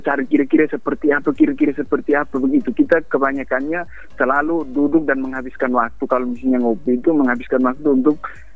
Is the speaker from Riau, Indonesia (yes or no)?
no; Biboki district, East Nusa Tenggara, Indonesia; di kampung saya Ibu, saya berasal dari Desa Epopa, Kecamatan Bibokitan Pala, mungkin bertetangga dengan Kabupaten Belu Ibu.